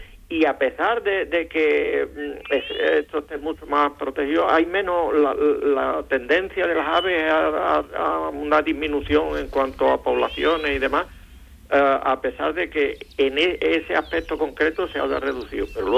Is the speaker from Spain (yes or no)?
yes; Villamartín, Andalusia, Spain; now in Ronda, Spain; Efectivamente, yo nací en Villamartín y ahora mismo me siento ya más rondeño